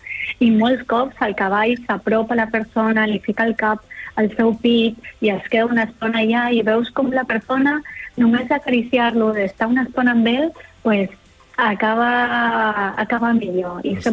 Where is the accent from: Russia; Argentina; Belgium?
Argentina; Catalan is a second language; Diuen, i tu d'on ets? I jo, bueno, soc argentina.